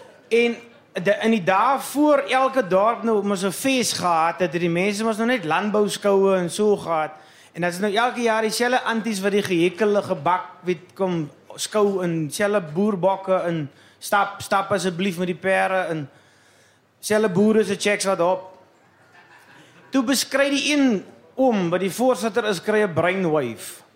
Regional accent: Western Cape, South Africa; Ek kom van Klein William af, is een baie klein plekje.

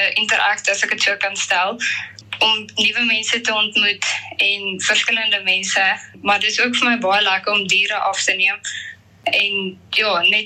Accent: Bothaville, Free State, South Africa; Ek kom van Botawil af

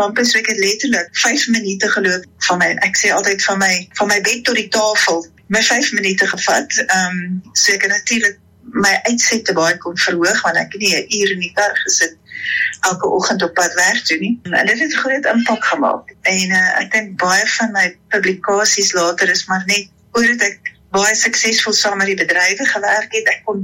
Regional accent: Johannesburg, Gauteng, South Africa; born there; also born or lived in Stellenbosch; now in Pretoria, South Africa; En ek het op in Stellenbosch gebore, ek het in Johannesburg skool gegaan, en toe op na Stellenbosch gaan studeer, teruggekom by Pretoria Universiteit toe

